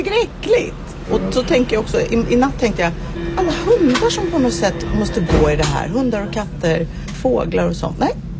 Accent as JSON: {"language": "Swedish", "town": "Stockholm", "region": "Stockholm County", "country": "Sweden", "said": "Jag tycker att det är en skitsnygg låt och den representerar mig som stockholmare."}